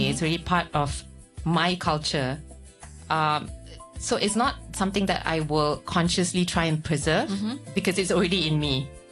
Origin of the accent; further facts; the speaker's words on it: Malaysia; now in Hong Kong; Because growing up in Malaysia, there's always a natural habit of getting to know your neighbors or getting to know people around you.